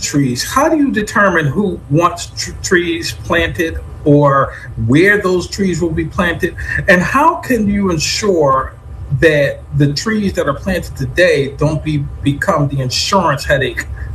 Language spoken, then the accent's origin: English; Philadelphia, Pennsylvania, United States; We're from Philly